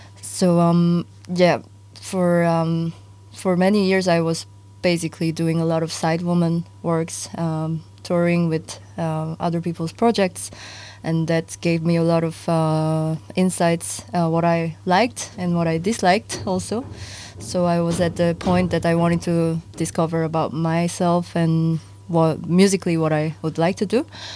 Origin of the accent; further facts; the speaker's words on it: Seoul, South Korea; moved away as an adult; now in Amsterdam, Netherlands; I'm from South Korea. I grew up in Seoul. I moved to Amsterdam almost 10 years ago for studies